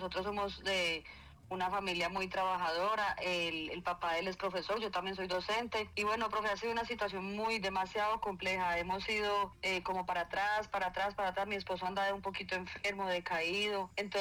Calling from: Maceo, Antioquia, Colombia; Lo estoy saludando desde acá, desde Maceo, Antioquia.

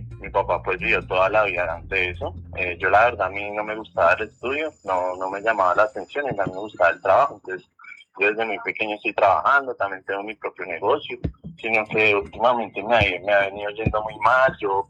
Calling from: La Dorada, Caldas, Colombia; por acá lo llamo desde La Dorada.

